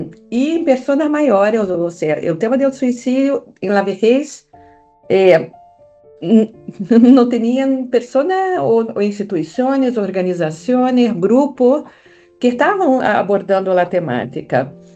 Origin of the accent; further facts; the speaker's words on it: Rio de Janeiro, Brazil; Spanish is a second language; moved away as an adult; now in Chile; yo no nací en Chile, el acento ahí está. Yo nací en Brasil, en Río de Janeiro, llevo 20 años en Chile, pero acá está mi forma de hablar, que no se cambia.